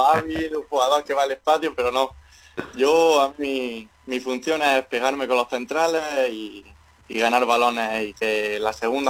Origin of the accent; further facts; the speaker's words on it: Cazorla, Andalusia, Spain; yo soy de aquí del pueblo, soy de Cazorla